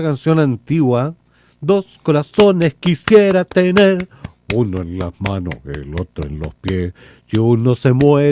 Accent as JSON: {"language": "Spanish", "country": "Chile", "said": "somos chilenos y los chilenos somos como nuestra tierra."}